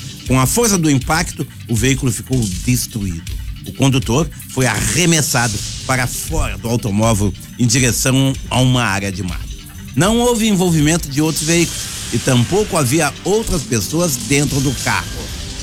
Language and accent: Portuguese; Brazil; nós brasileiros adoramos futebol